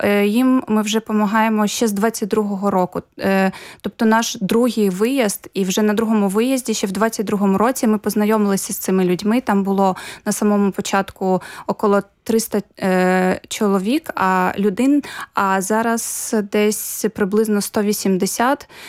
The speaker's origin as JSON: {"language": "Ukrainian", "town": "Mykolaiv", "region": "Mykolaiv Oblast", "country": "Ukraine", "tie": "born or raised there", "moved": "as an adult", "said": "перший раз я виїхала з Миколаєва, коли мені було вже за 20"}